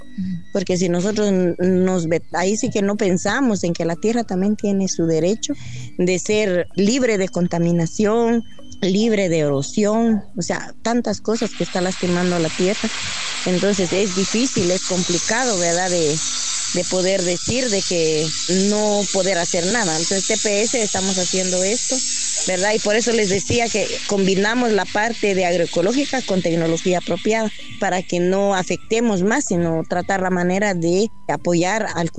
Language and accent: Spanish; Kaqchikel Maya area, Guatemala; soy Maya Cachiquel.